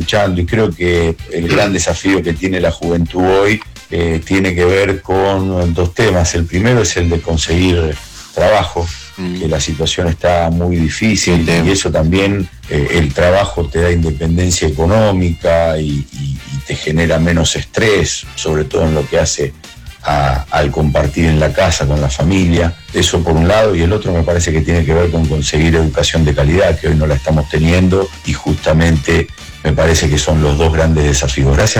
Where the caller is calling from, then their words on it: Buenos Aires, Argentina; de Villaluro